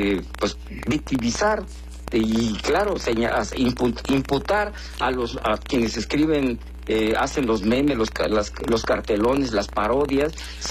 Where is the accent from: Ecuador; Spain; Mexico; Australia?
Mexico; Guerrero; como yo soy guerrero, de Guerrero